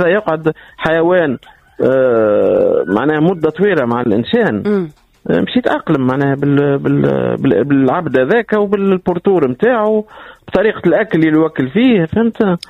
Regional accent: Tunisia

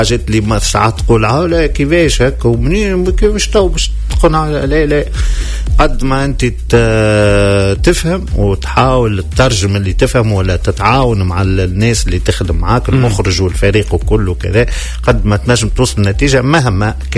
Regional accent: Tunisia; الساعة السينما اللي عندنا في تونس متنوعة

